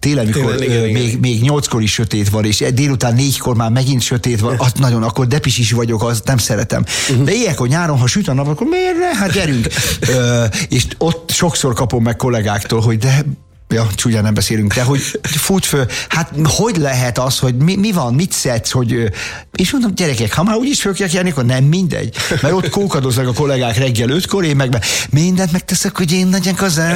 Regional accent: Budaörs, Pest, Hungary; én budaörsi vagyok, tehát átmentünk az óvodába, és az semmi.

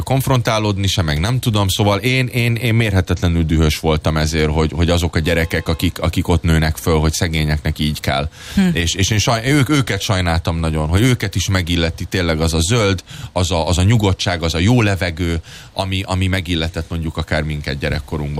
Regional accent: Budapest, Hungary; moved away; én fölnőttem Újpesten. Zöldbe, nyugodtságba, biztonságba.

